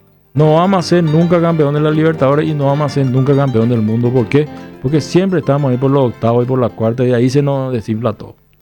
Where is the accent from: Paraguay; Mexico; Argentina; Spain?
Paraguay; somos todos paraguayos y paraguayas